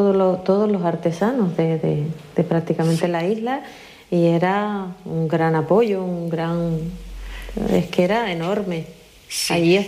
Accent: Icod de los Vinos, Canary Islands, Spain; Ayuntamiento de Hico de los Vinos, de donde soy yo

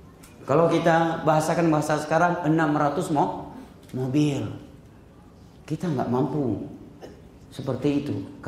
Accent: Pidie Jaya, Aceh, Indonesia; Ya, di daerah saya terjadi sepertiga akhir malam sebelum waktu subuh di Pidijaya.

